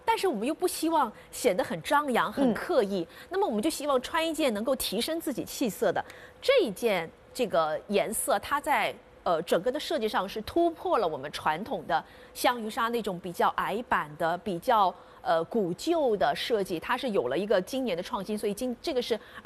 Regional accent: China; 我们中国人是很讲究图案的，就是图必有意，意必吉祥。

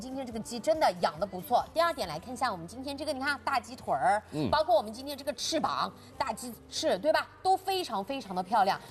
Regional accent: Jiangxi, China; 就是我老家江西的嘛，也是爱吃乌鸡

